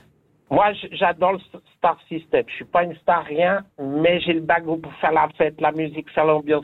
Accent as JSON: {"language": "French", "town": "Lausanne", "region": "Vaud", "country": "Switzerland", "tie": "born or raised there", "also_born_or_lived": "Vevey / Montreux / Sainte-Croix", "moved": "as an adult", "lives_now": "Neuchâtel, Switzerland", "said": "Je suis né à Lausanne, j'ai fait 50 ans à Lausanne. Après, j'ai fait Cublan, Montreux, j'ai tout fait."}